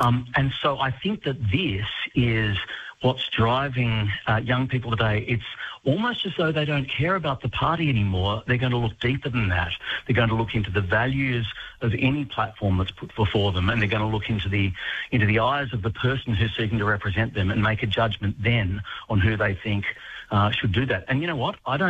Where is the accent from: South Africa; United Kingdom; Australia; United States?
Australia; You know, I grew up on the Murray River. I live now on the north coast of New South Wales.